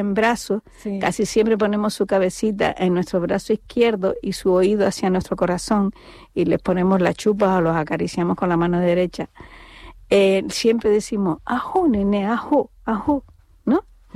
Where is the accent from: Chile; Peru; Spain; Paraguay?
Spain; Canary Islands; la lengua que hablamos hoy en día, que es el español de Canarias